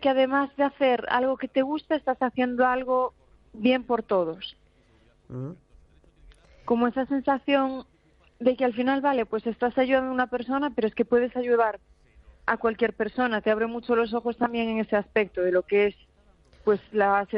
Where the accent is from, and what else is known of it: Cambados, Galicia, Spain